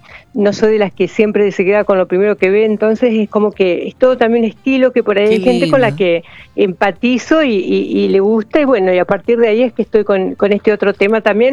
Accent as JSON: {"language": "Spanish", "region": "Santa Fe", "country": "Argentina", "moved": "as an adult", "said": "de hecho me vine de Santa Fe a estudiar comunicación aquí"}